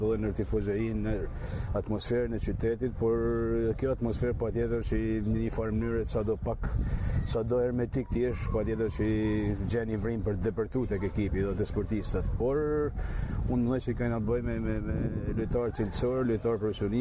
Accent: Shkodër County, Albania

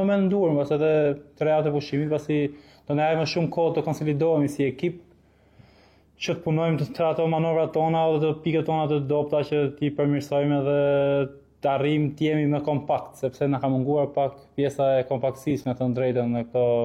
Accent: Elbasan, Elbasan County, Albania; moved away as an adult; now in Shkodër, Albania; unë jam nga Elbasani, jam lindur dhe rritur dhe kam dalë të Akademia Elbasanit

